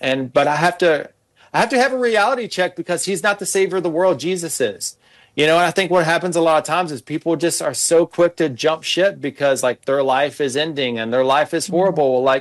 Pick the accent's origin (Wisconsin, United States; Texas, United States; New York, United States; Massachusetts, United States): Texas, United States; Dallas; moved away as an adult; also born or lived in Houston, Texas / Little Rock, Arkansas; now in Florida, United States; I was born in Houston. I grew up in a majority of my life in Dallas, Dallas, Texas, although I had a childhood in Little Rock, Arkansas. But, like, I moved here after 2020